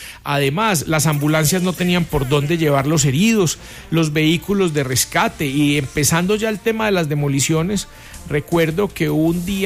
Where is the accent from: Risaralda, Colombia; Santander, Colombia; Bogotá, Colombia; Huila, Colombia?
Risaralda, Colombia; Pereira; porque nosotros que somos de acá de Pereira, ir al centro a uno le duele.